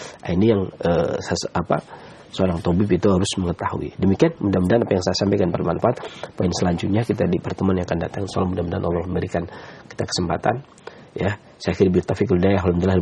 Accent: Pemalang, Central Java, Indonesia; born there; also born or lived in Cilacap / Purwokerto; saya lahir di Pemalang, berarti saya punya tabiat Pemalang. Pantai, kemudian saya tinggal di Cilacap sekitar 5 tahun lebih, berarti saya punya mizaj Cilacap

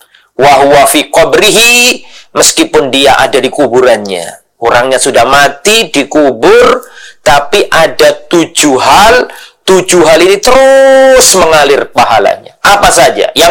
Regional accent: Lamongan, East Java, Indonesia; daerah saya itu di Lamongan sana

